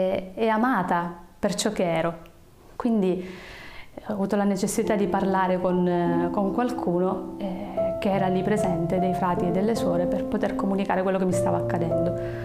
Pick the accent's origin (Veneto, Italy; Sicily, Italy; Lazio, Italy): Sicily, Italy; Canicattì; moved away; a Canicattì, nel mio paese di origine.